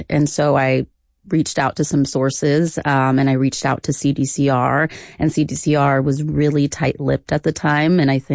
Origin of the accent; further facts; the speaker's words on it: Fresno, California, United States; I grew up in the Central Valley in Fresno. Chowchilla is about a 30-minute drive.